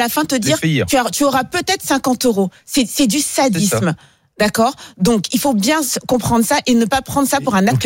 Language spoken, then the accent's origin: French; France; une charge mentale sur des charges mentales qu'on a en tant que Français.